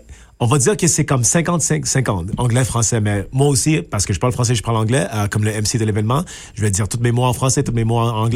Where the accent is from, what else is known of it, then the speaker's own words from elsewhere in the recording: Montreal, Quebec, Canada; born there; Mais moi, je suis né à Montréal, pour le monde qui connaisse Montréal, moi je viens de La Salle, le sud de l'île de Montréal.